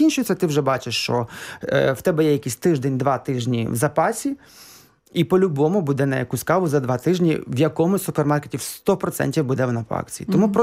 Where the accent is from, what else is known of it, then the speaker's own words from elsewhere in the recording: Chop, Zakarpattia Oblast, Ukraine; Я родом з Чопа, це Закарпатська область.